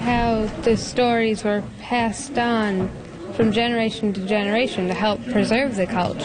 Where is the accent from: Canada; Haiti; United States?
Canada; McCoy Bay, Newfoundland and Labrador; I'm from McCoy Bay.